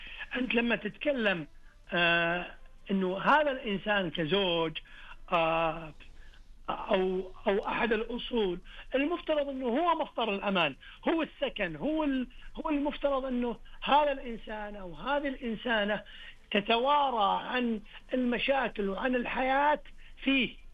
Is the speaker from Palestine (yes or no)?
no; Saudi Arabia; عندنا في المملكة العربية السعودية